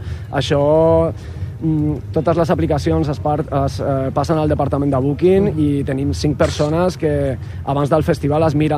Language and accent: Catalan; Region of Murcia, Spain; Catalan is a second language; moved away as an adult; now in Barcelona, Spain; Jo sóc de Múrcia, però xerraré en català perquè estic molt enxixada amb això